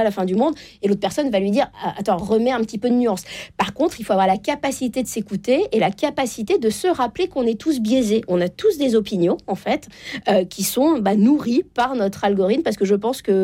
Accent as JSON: {"language": "French", "region": "Normandy", "country": "France", "said": "je viens de la Normandie."}